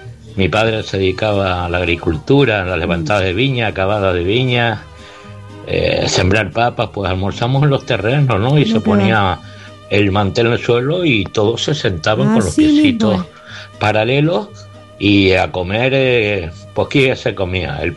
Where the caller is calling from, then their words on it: El Sauzal, Canary Islands, Spain; del Sausal.